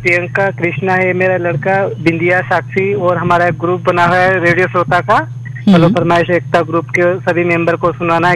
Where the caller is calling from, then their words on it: Bachhoda, Madhya Pradesh, India; मैं ग्राम बछोड़ा, तहसील नागदा, जिला उज्जैन, मध्य प्रदेश से